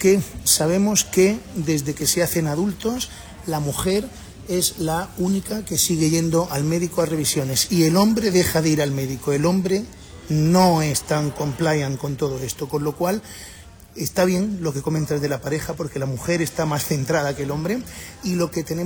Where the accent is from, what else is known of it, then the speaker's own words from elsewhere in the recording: Spain; yo vengo de España